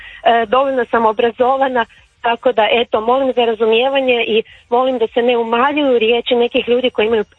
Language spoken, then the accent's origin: Croatian; Zagreb, City of Zagreb, Croatia; ja sam odrasla, sam tu stara sedjac, znači odrasla sam u Trnju.